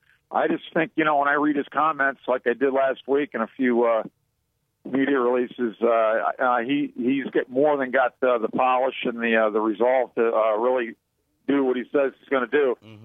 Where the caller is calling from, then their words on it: Akron, Ohio, United States; Hey, I'm calling from South Florida. I'll be back up in Akron in a few days.